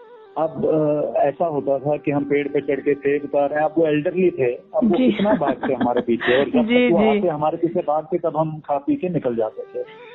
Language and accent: Hindi; Jammu and Kashmir, India; moved away; also born or lived in Warangal; पूरा बचपन मेरा बीता है वहाँ।